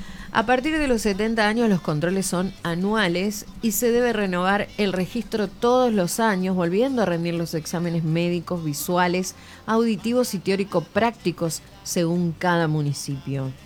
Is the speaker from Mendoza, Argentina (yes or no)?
no; Paraná, Entre Ríos, Argentina; now in Concordia, Argentina; Hace 11 años que vivo acá, soy de Paraná